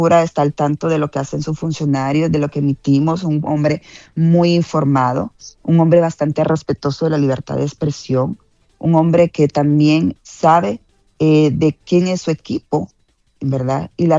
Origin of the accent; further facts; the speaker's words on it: Honduras; somos hondureños.